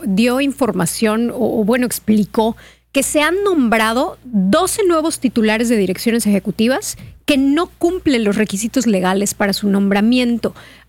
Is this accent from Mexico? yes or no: yes; Mexico